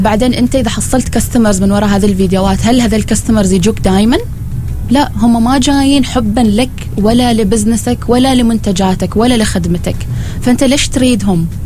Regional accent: Oman

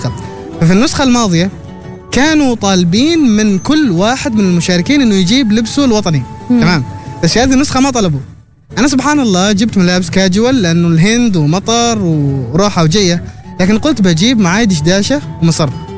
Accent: Dhofar, Oman; أنا من خلفية ريفية وجبالية، نحن عندنا اللغة الجبالية أو شحرية، شحرات.

